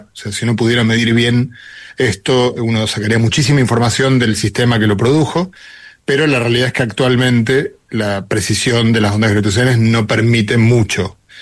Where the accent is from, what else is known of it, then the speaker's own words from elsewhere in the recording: Argentina; mira que yo soy argentino y en Argentina tampoco es que sea, también es complicado manejar en Buenos Aires